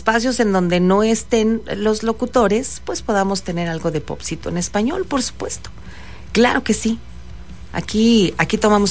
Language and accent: Spanish; Monclova, Coahuila, Mexico; born there; Lo sé porque yo soy de Monclova. Yo nací en Monclova.